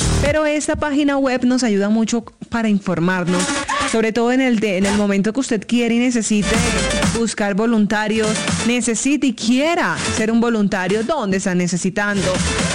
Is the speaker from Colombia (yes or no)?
yes; Colombia; nos duele como colombianos, porque es nuestra patria, es nuestra tierra.